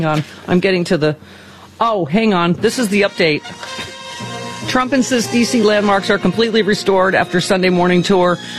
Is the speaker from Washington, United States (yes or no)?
no; Lockport, New York, United States; moved away; Growing up in Lockport, New York